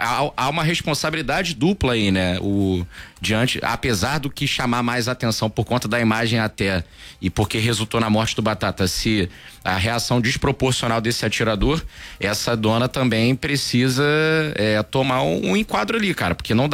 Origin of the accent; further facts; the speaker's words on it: Rio de Janeiro, Brazil; a gente é carioca.